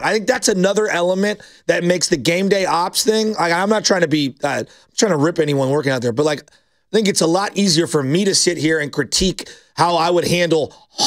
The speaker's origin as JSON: {"language": "English", "town": "San Jose", "region": "California", "country": "United States", "tie": "born or raised there", "said": "Being born and raised in East San Jose"}